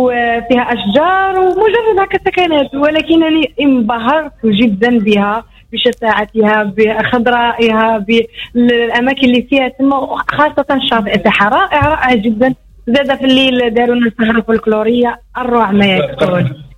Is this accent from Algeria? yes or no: yes; Algeria; عندنا في الجزائر